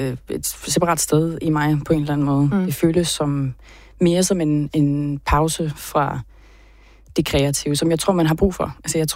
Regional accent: Jutland, Denmark; hvor jeg flyttede til København. Jeg er fra Jylland.

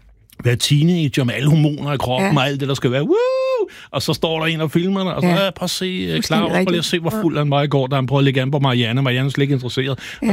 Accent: Herlev, Capital Region of Denmark, Denmark; Altså jeg voksede op i Herlev, hvor der altid var røvfuld.

